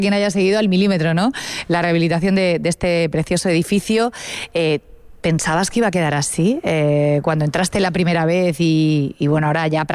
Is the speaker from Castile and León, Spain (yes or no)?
no; Cartagena, Region of Murcia, Spain; Es recuperar parte del patrimonio de Cartagena y de los que somos cartageneros.